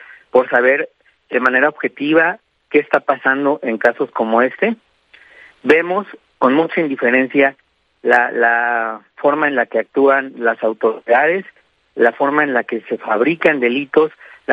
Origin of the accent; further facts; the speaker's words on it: Mexico; Si nosotros analizamos este caso, realmente está reflejando lo que hacia dónde nos dirigimos nosotros como sociedad mexicana.